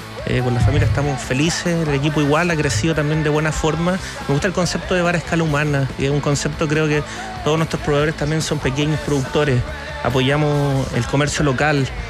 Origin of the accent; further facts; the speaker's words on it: Santiago, Santiago Metropolitan Region, Chile; Yo soy nacido y criado en San Miguel. Vivo a 8 cuadras.